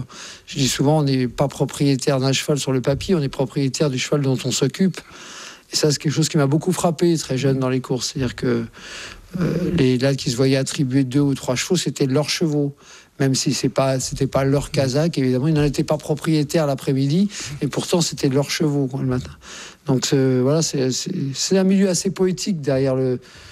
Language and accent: French; Courbevoie, Île-de-France, France; born there; mais je suis né à Courbevoie, donc ce n'est pas une région... comme chacun sait, qui ne pullule pas de chevaux.